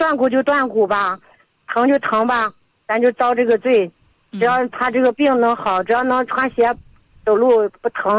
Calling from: Yuncheng, Shanxi, China; 我是咱们运城空港的。

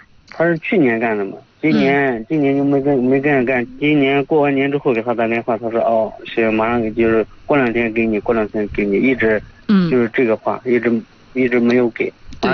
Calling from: Hejin, Shanxi, China; 河津的。

